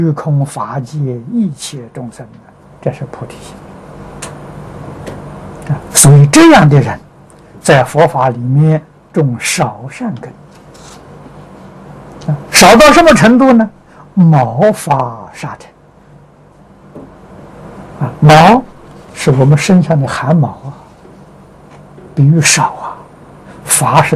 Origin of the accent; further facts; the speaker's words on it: China; 我们中国人讲的罗汉辟支佛啊